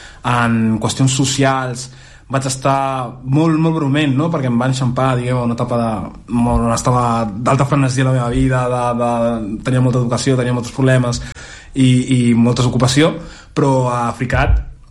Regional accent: Barcelona, Catalonia, Spain; al meu barri, on vaig créixer, que és Nou Barri, Ciutat Mediana, Torre Baró

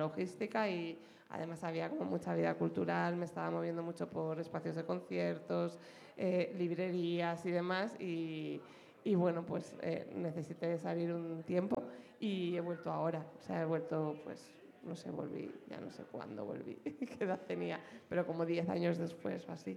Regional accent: Cercedilla, Community of Madrid, Spain; born there; yo de hecho viví en Cercedilla como de los 10 a los 28 o así

